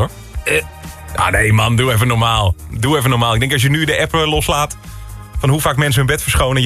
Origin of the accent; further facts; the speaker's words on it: Nijmegen, Gelderland, Netherlands; Maar ik kom helemaal niet uit Drenthe. Ik kom uit Nimm